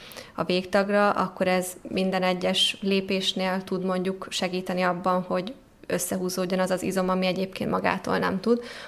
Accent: Hungary; born there; moved away as an adult; now in Budapest, Hungary; Nincs saját családom, de külön élek. A szüleim, ők ott vannak vidéken, úgyhogy én itt élek albérletben.

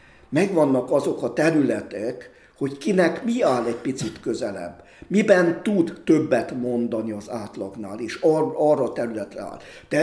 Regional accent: Székely Land, Romania; born or raised there

